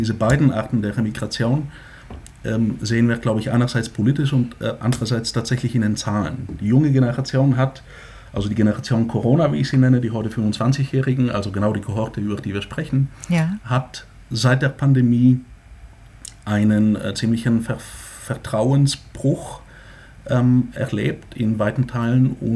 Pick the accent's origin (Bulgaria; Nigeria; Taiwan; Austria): Bulgaria; German is a second language; now in Germany; Wenn ein Land wie meine Heimat Bulgarien Trabi-artige Leistungen hinstellt, also ein vergleichsweise schlechtes Gesundheitssystem, aber dafür sehr niedrige Steuer den Bürgern abverlangt, ist es auch okay.